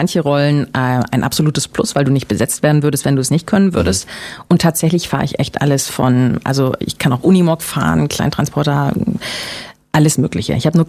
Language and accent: German; Berlin, Germany; Ja, ich bin ja Berliner.